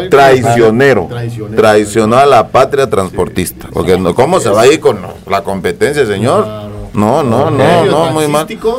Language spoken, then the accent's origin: Spanish; Mexico